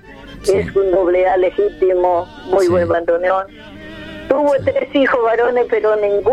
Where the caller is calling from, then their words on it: Lanús, Buenos Aires Province, Argentina; de acá de Lanús.